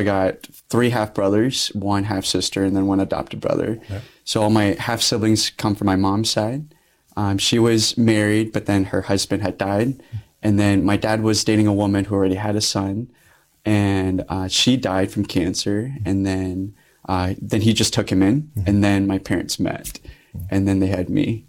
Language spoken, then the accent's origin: English; Lincoln, Nebraska, United States; born there; I was the only one born in Lincoln.